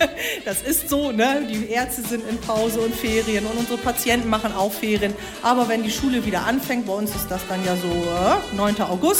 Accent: Bremen, Germany; accent: Norddeutsch; moved away as an adult; also born or lived in Solingen / Bad Nenndorf; now in Freistadt, Germany; Vorher habe ich in Solingen gewohnt und vorher dann eben in Bad Nenndorf die Ausbildung gemacht. Aber ursprünglich bin ich Bremerin.

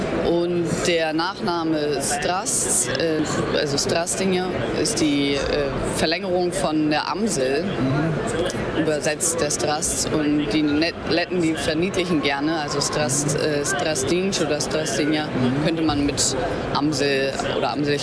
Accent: Germany; born there; Also mein Name ist aus Lettland. Ich bin aber in Deutschland geboren.

